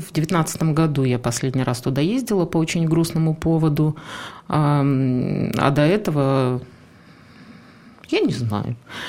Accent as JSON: {"language": "Russian", "town": "Abakan", "region": "Khakassia", "country": "Russia", "tie": "born or raised there", "also_born_or_lived": "Norilsk / Krasnoyarsk / Saint Petersburg", "lives_now": "Moscow, Russia", "said": "Родилась я в Норильске, школу оканчивала в Абакане, потом долго жила в Красноярске, из Красноярска поехала в Санкт-Петербург, там прожила недолго, но очень плодотворно."}